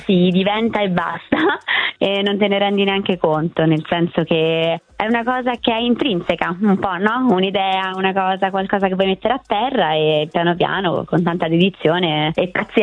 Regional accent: Rome, Lazio, Italy; accent: Roman; vabbè, se siamo romani forse si capisce anche dall'accento, però lui viveva fuori Roma

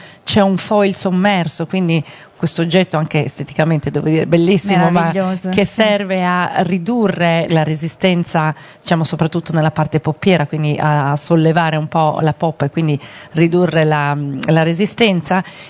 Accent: Turin, Piedmont, Italy; conoscenti con un piccolo ufficetto a Torino, noi siamo torinesi.

